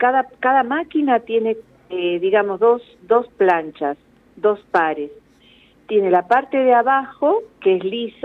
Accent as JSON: {"language": "Spanish", "town": "Rosario", "region": "Santa Fe", "country": "Argentina", "said": "Yo soy de Rosario y conocí a las hermanas en Rosario cuando tenía 12 años"}